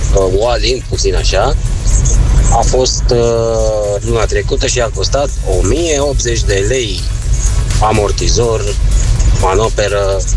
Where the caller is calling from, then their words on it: Bucharest, Romania; din București.